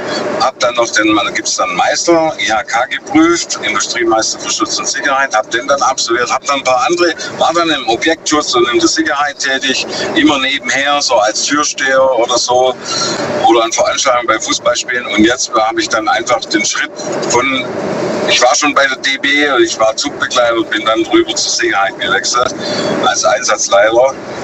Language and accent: German; Lenningen, Baden-Württemberg, Germany; Ich bin aus Lenningen.